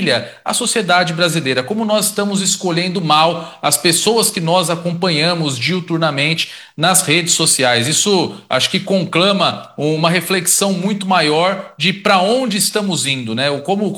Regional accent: Brazil; nós, brasileiros

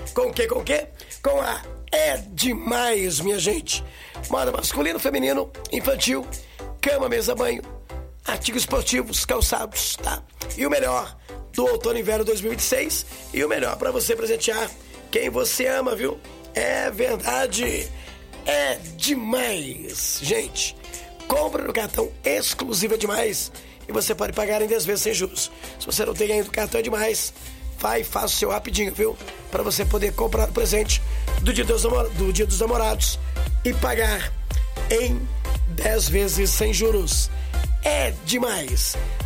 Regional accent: Descalvado, São Paulo, Brazil; E em Descalvado, minha terra querida, amada inesquecível

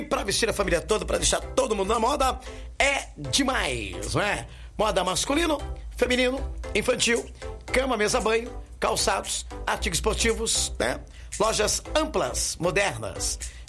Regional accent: Descalvado, São Paulo, Brazil; Descalvado, minha terra querida, amada, inesquecível. Onde começou tudo em minha vida, em 1983.

